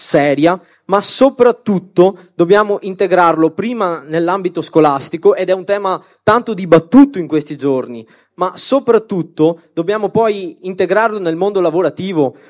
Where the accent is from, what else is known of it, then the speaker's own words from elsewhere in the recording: Veneto, Italy; io vengo dalla Riviera del Brenta, che è un territorio tra Venezia e Padova